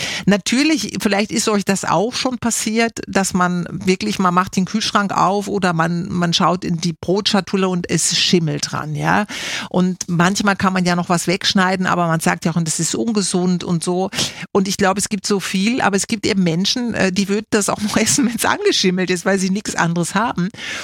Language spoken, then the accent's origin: German; Bielefeld, North Rhine-Westphalia, Germany; war ich in meiner Heimatstadt Bielefeld, wo ich geboren bin und zur Schule gegangen bin